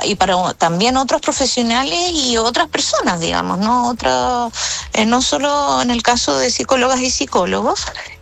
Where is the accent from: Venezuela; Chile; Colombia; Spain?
Chile